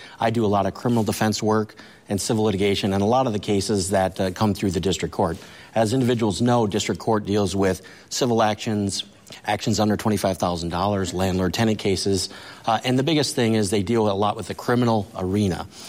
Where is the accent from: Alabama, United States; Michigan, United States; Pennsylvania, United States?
Michigan, United States; Marquette County; So I grew up right here in Marquette County. I'm basically born and raised